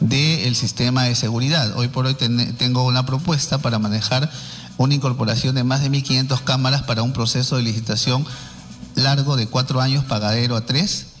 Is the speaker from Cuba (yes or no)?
no; Lima, Peru; Yo soy sanjuanino, soy contribuyente, construido con mucho esfuerzo mi casa